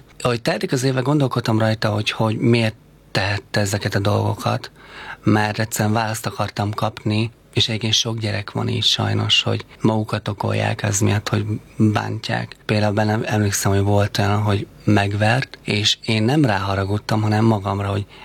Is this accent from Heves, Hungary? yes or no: yes; Gyöngyös, Heves, Hungary; born there; én gyöngyösen születtem meg, és egyből hoztak fel Budapestre